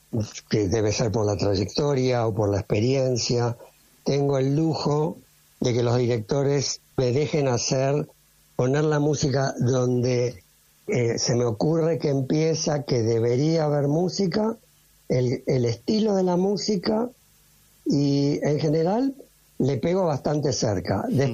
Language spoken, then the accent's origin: Spanish; Argentina; quiénes somos los argentinos.